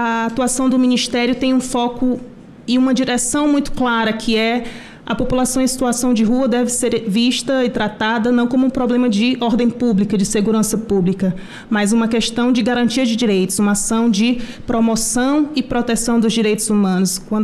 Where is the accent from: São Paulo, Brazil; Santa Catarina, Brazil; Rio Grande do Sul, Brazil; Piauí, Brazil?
Piauí, Brazil; eu sou do Piauí também, o povo do Piauí a gente fala rápido